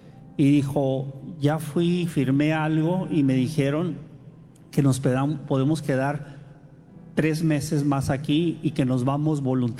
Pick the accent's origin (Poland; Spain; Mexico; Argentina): Mexico; Tijuana, Baja California; now in United States; Pues entonces yo crecí prácticamente niño aquí una parte, pero otra parte en Tijuana.